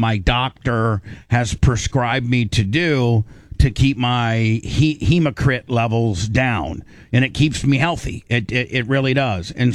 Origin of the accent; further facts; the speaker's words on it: Warsaw, Indiana, United States; You know, on Warsaw, Indiana, my hometown means a lot to me.